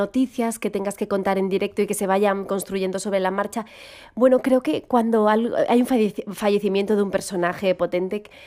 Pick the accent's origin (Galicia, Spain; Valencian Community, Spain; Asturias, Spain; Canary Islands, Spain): Galicia, Spain; accent: Galician; Creo que es un poco gallego, que tengo esas entonaciones cantarinas porque soy gallega